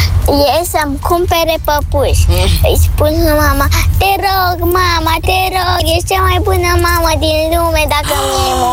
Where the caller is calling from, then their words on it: Bucharest, Romania; din București